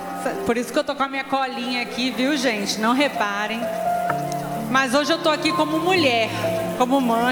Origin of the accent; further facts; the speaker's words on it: Brazil; como mãe, cirurgiã dentista que sou, e também, acima de tudo, como brasileira.